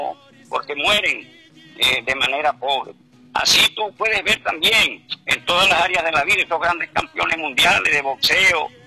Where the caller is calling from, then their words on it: Venezuela